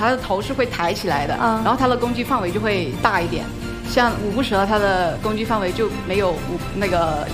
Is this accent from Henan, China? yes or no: no; Yongzhou, Hunan, China; 我是湖南永州的。